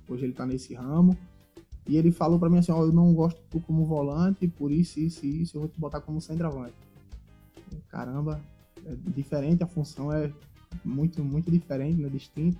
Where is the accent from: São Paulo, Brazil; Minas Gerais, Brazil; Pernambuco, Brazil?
Pernambuco, Brazil; Recife; Assim, sou natural de Recife, né? Sou natural de Pernambuco.